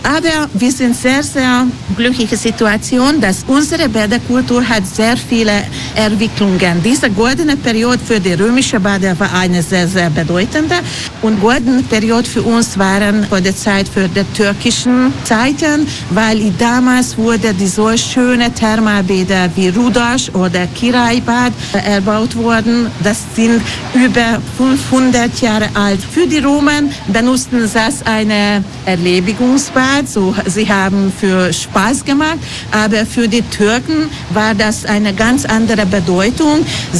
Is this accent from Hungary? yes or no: yes; Budapest, Hungary; German is a second language; Bei uns in Ungarn, in Budapest, finden sie Ilice.